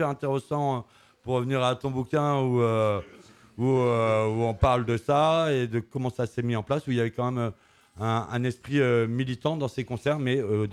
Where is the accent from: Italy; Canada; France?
France; Tours, Centre-Val de Loire; moi, j'ai grandi à Tours, pas très loin du Mans.